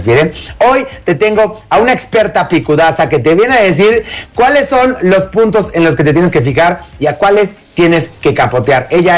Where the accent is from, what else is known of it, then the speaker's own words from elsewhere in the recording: Mexico; nosotros como mexicanos no tenemos una cultura de ahorro